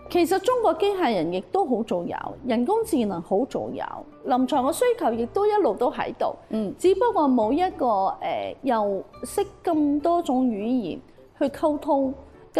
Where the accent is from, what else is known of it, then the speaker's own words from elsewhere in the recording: Macau; moved away; 身為澳門人